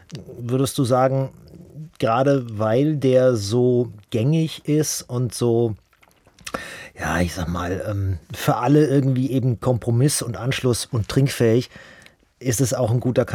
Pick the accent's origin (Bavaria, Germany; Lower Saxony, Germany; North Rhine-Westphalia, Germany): Bavaria, Germany; moved away; ich komme aus Unterfranken